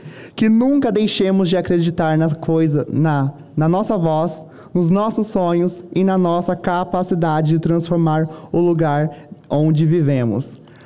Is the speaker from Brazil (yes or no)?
yes; Rondônia, Brazil; Saí da minha terra levando na bagagem a força, a garra e a diversidade do povo rondoniense.